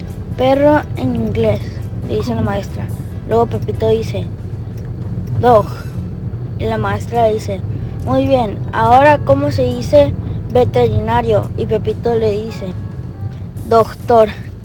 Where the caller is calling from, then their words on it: Ensenada, Baja California, Mexico; de Ensenada.